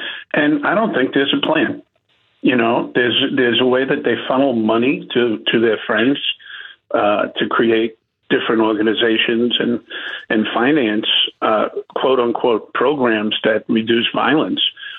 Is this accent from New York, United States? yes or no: yes; New York City, New York, United States; I grew up in the Bronx, New York, not exactly the best neighborhood on earth.